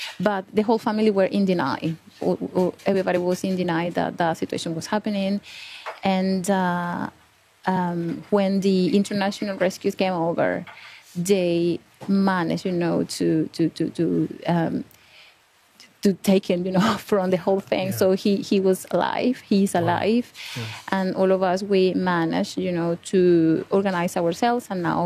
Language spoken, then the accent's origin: English; Caracas, Capital District, Venezuela; moved away; I'm not from, you know, from the area, I'm from Caracas, but I'm from nearby.